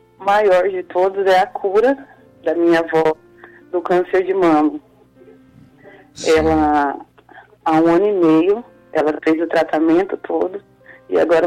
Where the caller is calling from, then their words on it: Tangará da Serra, Mato Grosso, Brazil; Eu falo de Tangará da Serra, padre, Mato Grosso.